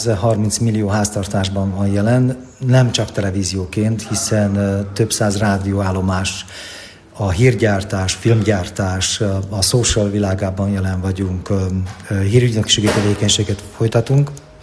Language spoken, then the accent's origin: Hungarian; Hungary; magyarként a nemzetközi térben mindig ilyen kisebbségi komplexusaink vannak.